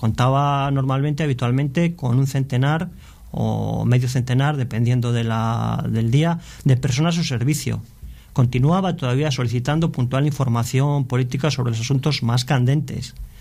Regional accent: Laredo, Cantabria, Spain

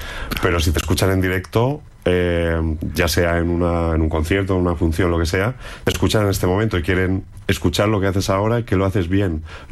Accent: Balearic Islands, Spain; moved away as an adult; now in Madrid, Spain; O sea, porque yo me fui de Mallorca, pues hará unos 25 años, sí, más o menos, sí, o alguno más. Y, o sea, ya llevo más tiempo fuera que en casa.

